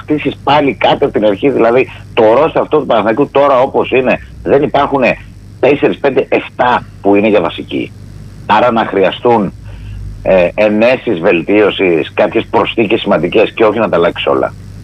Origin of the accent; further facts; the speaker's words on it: Loutsa, Attica, Greece; και θα πω εκεί στα μέρη μου στη Λούτσα που έχει πολλές οθόνες.